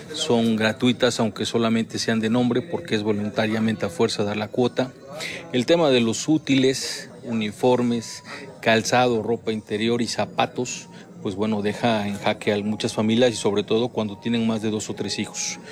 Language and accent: Spanish; Mexico; que pues como buenos mexicanos celebramos todo entre un 20 de noviembre y un 15 de septiembre.